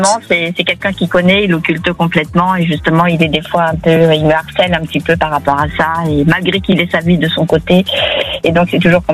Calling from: Nouvelle-Aquitaine, France; Du Lot-et-Garonne

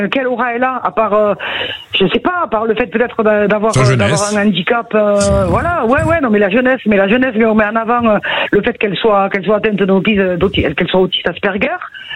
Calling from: France

